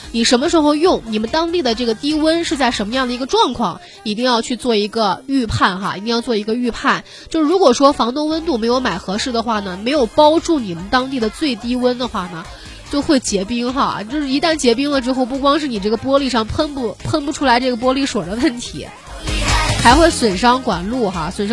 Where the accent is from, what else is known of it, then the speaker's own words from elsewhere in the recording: Lanzhou, Gansu, China; 那我也是兰州的哈